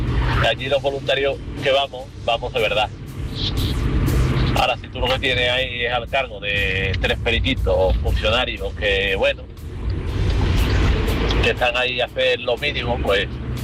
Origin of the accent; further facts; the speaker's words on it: Seville, Andalusia, Spain; Yo soy de aquí de Sevilla.